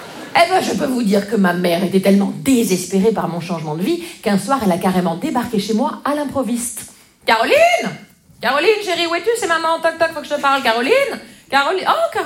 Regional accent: Grand Est, France; Vous savez, moi, je viens des Vosges.

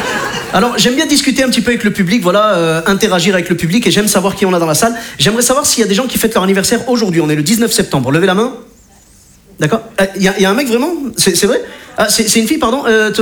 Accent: Clermont-Ferrand, Auvergne-Rhône-Alpes, France; comme il l'a dit, je suis venu de Bordeaux, mais je suis originaire de Clermont-Ferrand.

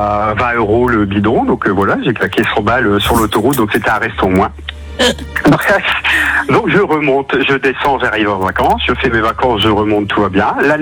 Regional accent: Hauts-de-France, France; On part en vacances, donc je suis du Nord, mon accent doit s'entendre.

